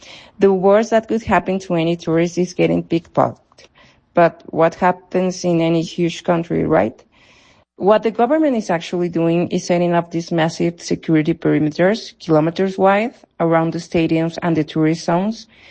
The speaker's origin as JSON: {"language": "English", "region": "Mexico City", "country": "Mexico", "said": "I'm from Mexico City."}